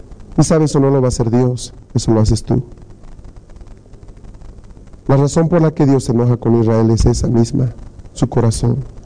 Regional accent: Bolivia; No hay problema, somos bolivianos, podemos resolverlo.

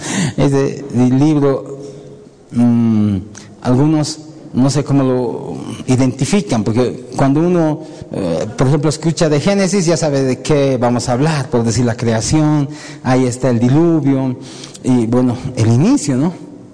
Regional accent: Bolivia; Nosotros, como bolivianos, nos debemos a nuestras leyes también.

